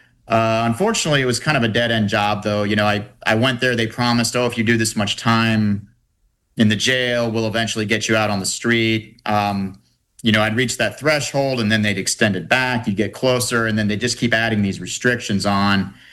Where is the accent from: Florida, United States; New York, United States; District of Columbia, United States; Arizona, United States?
Florida, United States; Jacksonville; Well, when I was a kid growing up, I grew up in Jacksonville.